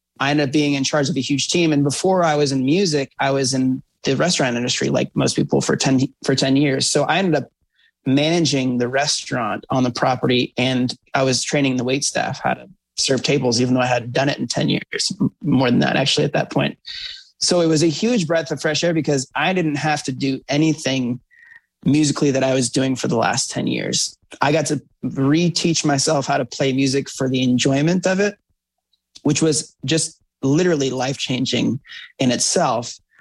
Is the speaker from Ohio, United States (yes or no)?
yes; Columbus, Ohio, United States; I'm from Columbus